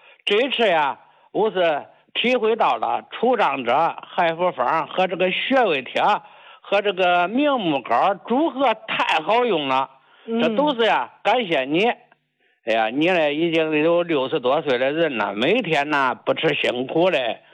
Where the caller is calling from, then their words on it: Henan, China; 我是河南的，今年呢74了